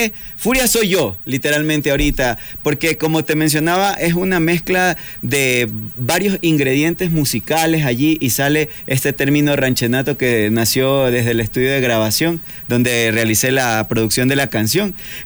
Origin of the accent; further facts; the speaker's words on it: Ecuador; nuestra música como artista ecuatoriano ante su audiencia.